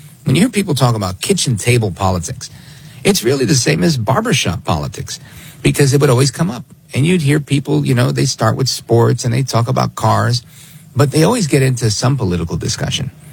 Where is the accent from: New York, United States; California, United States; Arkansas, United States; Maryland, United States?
New York, United States; Brooklyn; also born or lived in New Jersey; And, you know, I grew up in Brooklyn, New York, moved to Hudson County, New Jersey, right over the Hudson River.